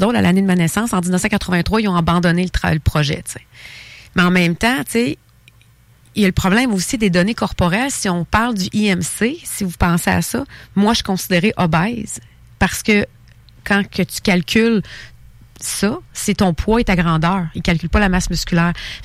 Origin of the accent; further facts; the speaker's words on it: Thetford Mines, Quebec, Canada; Moi, je viens de Tetford Mines.